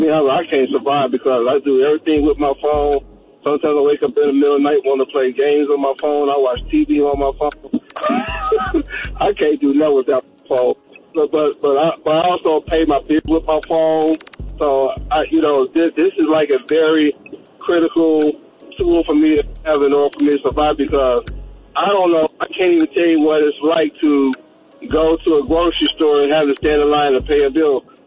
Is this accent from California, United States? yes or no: no; Columbus, Ohio, United States; I'm from Columbus, Ohio.